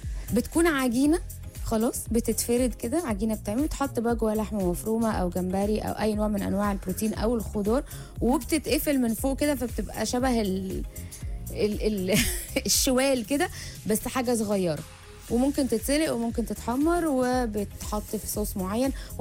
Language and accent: Arabic; Egypt